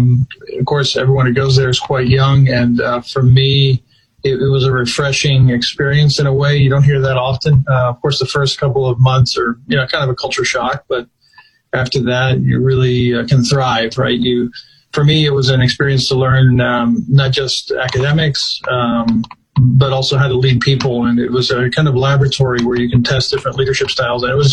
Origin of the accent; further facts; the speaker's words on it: Miami, Florida, United States; So born and raised in Miami, Florida. And never really left Florida that often until I decided to join the Army. So I'm a Florida boy through and through.